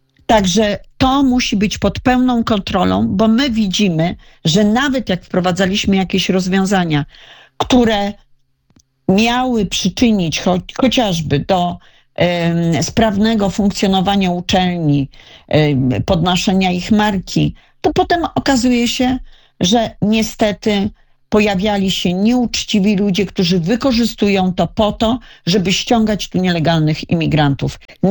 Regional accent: Radom, Masovian Voivodeship, Poland; Ja tutaj pochodzę z Radomia, mam tu wspaniałych kolegów

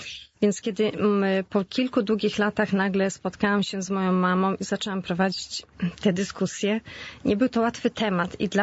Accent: Świnoujście, West Pomeranian Voivodeship, Poland; moved away; Wyjechałam ze Świnoujścia i byłam praktykującą katoliczką

